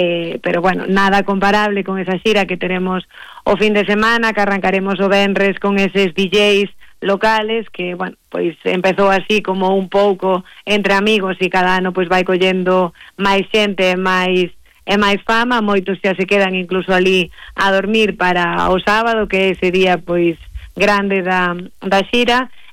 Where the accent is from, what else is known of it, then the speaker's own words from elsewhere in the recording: Vilalba, Galicia, Spain; así é algo como moi vilalbés, que todos os que somos de alí, pois lle temos ese cariño especial